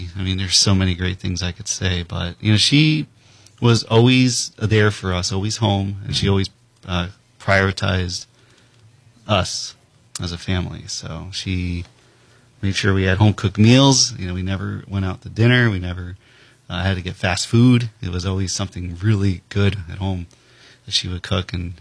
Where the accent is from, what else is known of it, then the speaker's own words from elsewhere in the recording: Palm Coast, Florida, United States; Oh, I mean, I feel like growing up in Palm Coast was a blessing as a kid. Even though it was a small town, it sometimes felt like nothing to do.